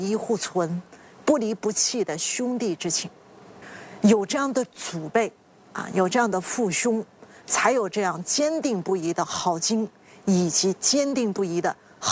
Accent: China; 一直存在于我们中国人之中

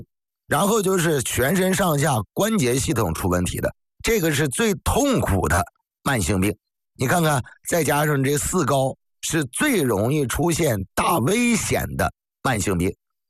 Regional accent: China; 也就是说我们中国人呢也不固步自封，我们会把国外的好东西带过来

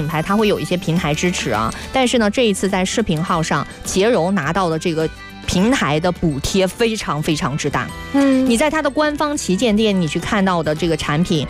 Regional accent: Guangdong, China; 咱们广东人还好一点，爱吃鱼虾、蟹

